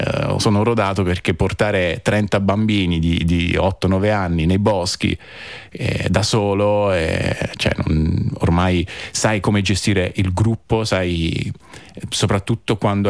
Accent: Apulia, Italy; moved away as an adult; also born or lived in Campobasso; now in South Tyrol, Italy; io sono pugliese, quindi ho studiato relativamente vicino casa

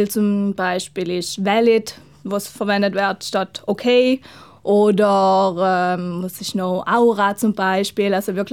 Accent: Trentino-Alto Adige, Italy; Ja, also das kommt schon auch bei uns in Südtirol vor, dass die Wörter verwendet werden.

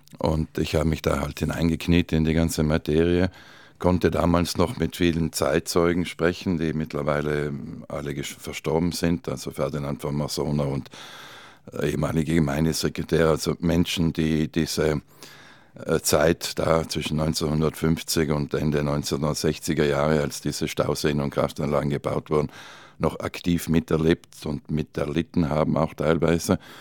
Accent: Trentino-Alto Adige, Italy

